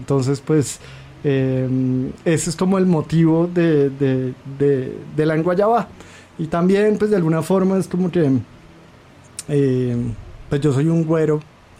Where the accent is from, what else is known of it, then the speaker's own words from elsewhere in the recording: Colombia; also born or lived in Belgium; now in Mexico; yo crecí en Colombia, después viví en Bélgica muchos años